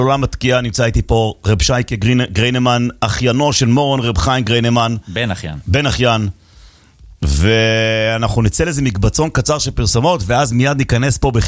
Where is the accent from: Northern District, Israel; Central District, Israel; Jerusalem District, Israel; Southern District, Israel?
Jerusalem District, Israel; Jerusalem; כשהייתי ילד בבית וגן